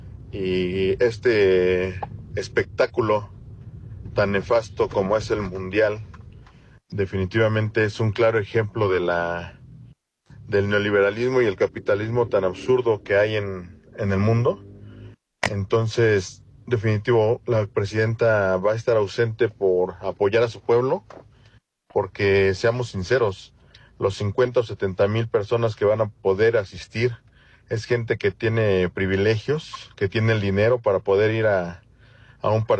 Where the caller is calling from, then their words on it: Mexico; los 130 millones de mexicanos que existimos